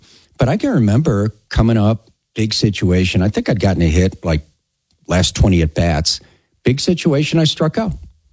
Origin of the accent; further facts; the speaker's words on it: Chicago, Illinois, United States; See, growing up in Chicago, we didn't go off to summer camp. We went to a day camp like at Marquette Park.